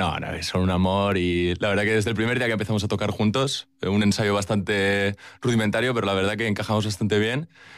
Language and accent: Spanish; Galdakao, Basque Country, Spain; Yo soy de Galdacao, yo. Yo soy de Galdacostarra